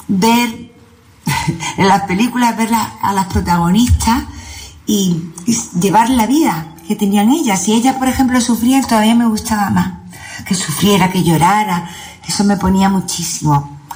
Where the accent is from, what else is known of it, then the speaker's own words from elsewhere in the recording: Málaga, Andalusia, Spain; porque mi tierra era muy importante. Fijaros, si Málaga no es importante para mí, si mi tierra no es importante, que ya en mi primera película yo ya nombraba Málaga.